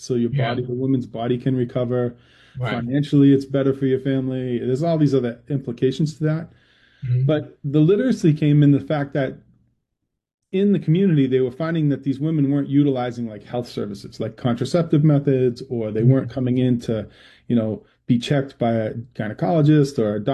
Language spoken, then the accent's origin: English; Massachusetts, United States; I was a certified school teacher in the state of Massachusetts, living in my hometown